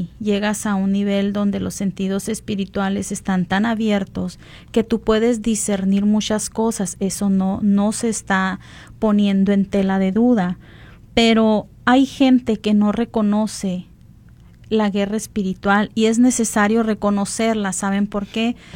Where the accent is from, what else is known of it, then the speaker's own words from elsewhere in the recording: Mexico; como mexicanos sí somos muy dados a usar esa frase.